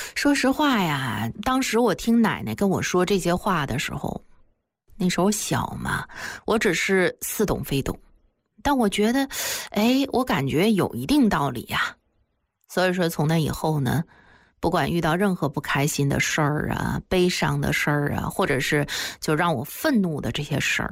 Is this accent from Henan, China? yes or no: no; Zedang, Tibet, China; 我就是在敬老院里长大的孤儿，关于我的身世，在整个的西藏山南的泽当镇。那几乎是家喻户晓了